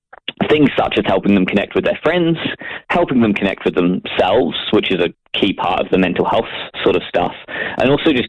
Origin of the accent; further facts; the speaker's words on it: New Zealand; speaking from my own perspective as a Kiwi European.